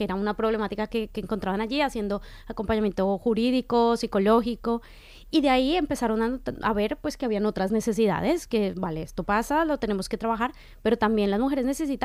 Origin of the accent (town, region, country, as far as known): Colombia